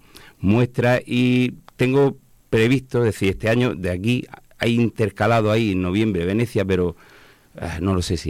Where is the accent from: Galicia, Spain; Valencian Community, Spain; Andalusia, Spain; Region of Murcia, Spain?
Region of Murcia, Spain; Molina de Segura; al final de mi tierra, de aquí son todo, mi familia